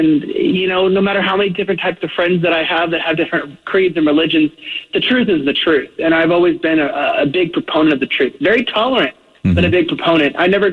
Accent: Los Angeles, California, United States; accent: California; See, I'm already using the word like, because I'm from California. I got the accent.

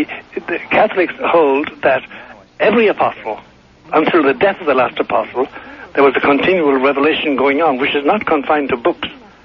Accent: Ireland; moved away; I come from Ireland, you know, and sometimes I must say, because I can being Irish

